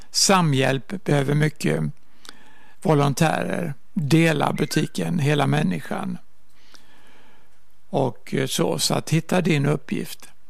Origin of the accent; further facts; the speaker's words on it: Huskvarna, Jönköping County, Sweden; moved away as an adult; also born or lived in Gothenburg; mina föräldrar, de var med i Missionskyrkan, alltså Ekumeniakyrkan Huskvarna. Så där växte jag upp.